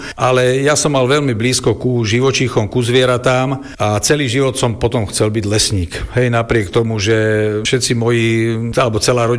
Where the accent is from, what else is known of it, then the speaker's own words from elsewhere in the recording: Naháč, Trnava Region, Slovakia; moved away as an adult; also born or lived in Smolenice / Zvolen; now in Považská Bystrica, Slovakia; tak som sa narodil v Smoleniciach, tam po podhorí bola tá cesta priechodná a v podstate do vysokej školy som do ukončenia vysokej školy som žil v Naháči spolu s rodičmi